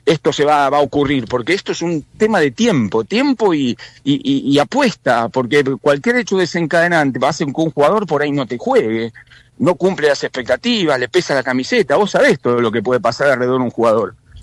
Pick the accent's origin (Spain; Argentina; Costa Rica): Argentina; Debo ser el único argentino que haya tenido la posibilidad de poder hacerlo de entrada.